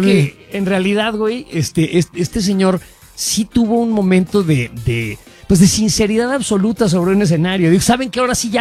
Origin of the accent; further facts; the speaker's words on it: Mexico; veo la porque jodones somos los mexicanos, ¿no?